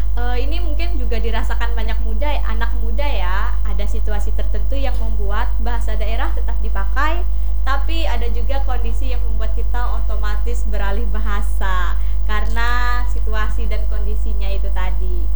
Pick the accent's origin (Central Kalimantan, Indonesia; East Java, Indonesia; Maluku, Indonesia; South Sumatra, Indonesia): Central Kalimantan, Indonesia; karena di tempat aku ya itu asalnya kan dari aku di Basarang ya.